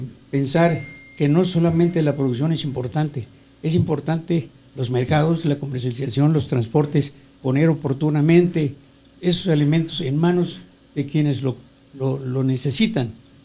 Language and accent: Spanish; Maya area, Mexico; en mi tierra, en los mayas